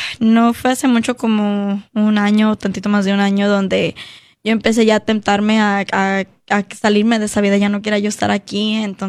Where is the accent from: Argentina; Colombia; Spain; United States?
United States; de una presencia con personas que yo crecí aquí en Estados Unidos, en la iglesia